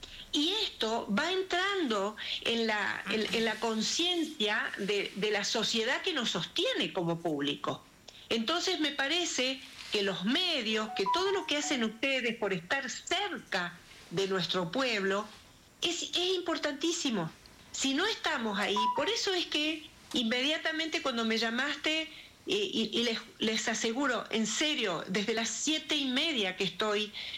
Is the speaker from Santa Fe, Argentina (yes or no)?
yes; Santa Fe, Argentina; Y ustedes saben que yo soy de Santa Fe. Soy del litoral.